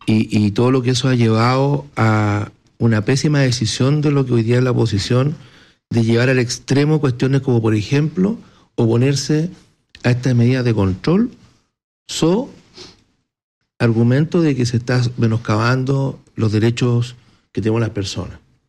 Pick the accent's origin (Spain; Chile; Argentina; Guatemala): Chile; nos hicieron fuertes como nación chilena